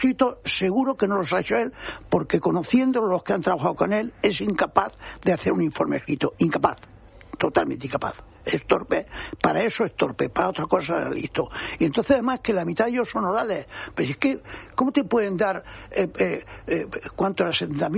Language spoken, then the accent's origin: Spanish; Spain; pero yo soy un español normal, y que está preocupado con todos estos temas